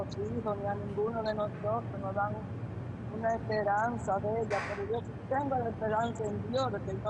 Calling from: Dominican Republic; Yo llamo de República Dominicana.

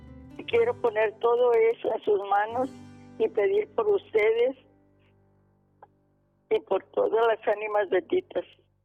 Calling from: Zapopan, Jalisco, Mexico; Me hablo de Zapopan.

